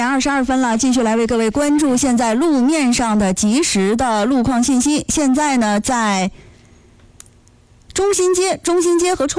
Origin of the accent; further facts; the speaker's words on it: Yingkou, Liaoning, China; 我们家乡营口城市